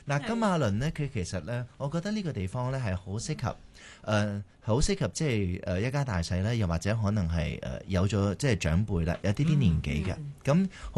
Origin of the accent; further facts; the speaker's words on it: Ipoh, Perak, Malaysia; also born or lived in Malacca / Penang / Kuala Lumpur; 因為我係馬六甲出世嘅，係啦，咁我喺馬六甲出世啦，咁跟住就由細即係讀幼稚園咧，就搬咗入去怡保啦，咁就喺怡保咧就讀到Form Two